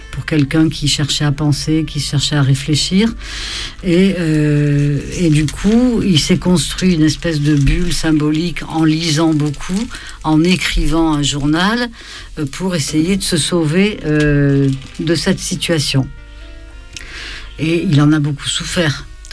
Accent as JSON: {"language": "French", "region": "Occitanie", "country": "France", "tie": "born or raised there", "said": "moi-même, j'ai été élevée en Lozère, et sans possibilité d'aller ni au cinéma, ni au musée."}